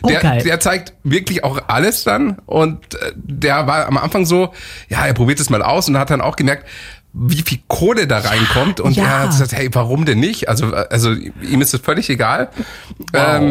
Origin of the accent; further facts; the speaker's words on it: Munich, Bavaria, Germany; wie kann es in meiner Heimatstadt in München